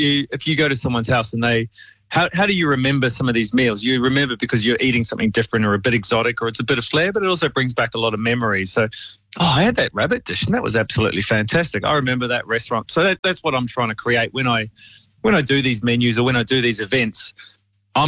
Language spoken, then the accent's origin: English; Australia; or is it just me playing around and being an Aussie?